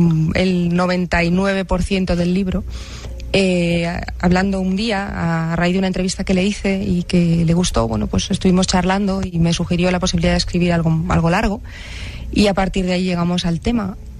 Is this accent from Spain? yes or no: yes; Spain; yo he nacido en España y me he criado aquí, y tengo la concepción de un soplón que tenemos, digamos, culturalmente los que somos latinos